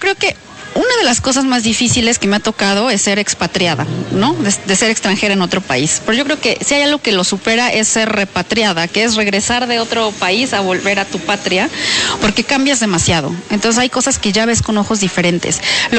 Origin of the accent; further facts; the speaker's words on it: Puebla, Mexico; born there; also born or lived in Germany; Pues, a ver, muy brevemente … tengo 41 años, nací en la ciudad de Puebla, soy naturalizada alemana, porque pasé mucho tiempo en Alemania